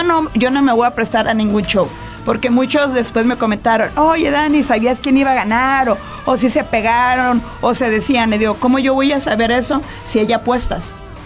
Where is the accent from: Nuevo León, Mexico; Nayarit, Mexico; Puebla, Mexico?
Nayarit, Mexico; now in Tijuana, Mexico; yo siempre orgullosamente nayarita, eso nadie me lo quita, aunque radico en Tijuana, que también pues soy norteña, ¿no? Y ya con tantos años, pero eso no me quita el orgullo de ser nayarita